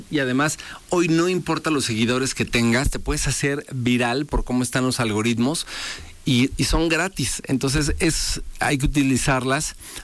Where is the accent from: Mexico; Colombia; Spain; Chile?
Mexico